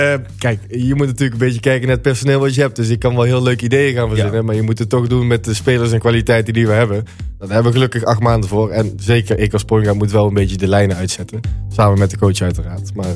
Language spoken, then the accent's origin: Dutch; North Brabant, Netherlands; Jullie kunnen het aan mijn accent al horen. Ik kom uit het zuiden, maar ik ben absoluut geen Limburger. Ik kom eigenlijk uit Brabant, dus dan moet je even onthouden.